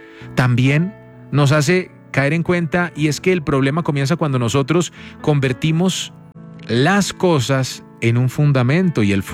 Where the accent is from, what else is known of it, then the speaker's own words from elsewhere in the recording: Colombia; Si somos colombianos promedios